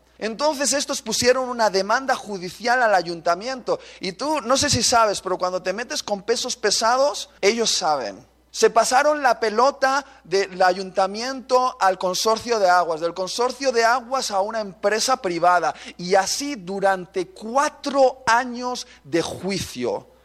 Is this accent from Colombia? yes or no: no; Basque Country, Spain; Yo en el País Vasco me encantan los pinchos de tortilla y el chiquito, somos vascos